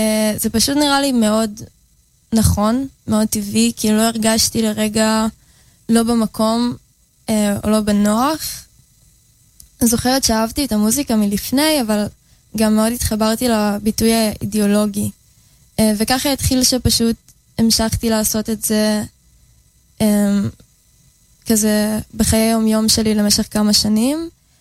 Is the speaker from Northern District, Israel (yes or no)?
no; Tel Aviv-Yafo, Tel Aviv District, Israel; אז אני מיפו במקור, מאג'מי.